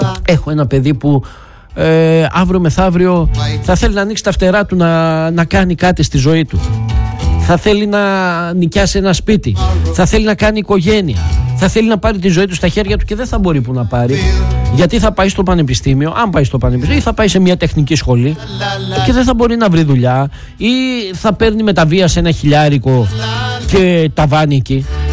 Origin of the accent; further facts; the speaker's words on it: Greece; Δεν αποδεικνύουμε και ότι είμαστε Έλληνες